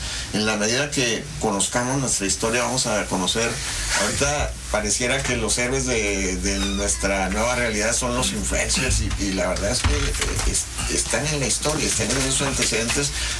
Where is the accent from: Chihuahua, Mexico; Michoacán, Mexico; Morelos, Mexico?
Chihuahua, Mexico; maestros tamaulipecos que estuvieron ahí en mi tierra natal, Chihuahua